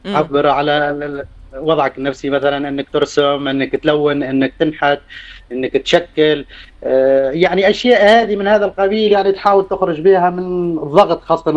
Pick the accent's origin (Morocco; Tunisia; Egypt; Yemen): Tunisia; moved away as an adult; now in Oman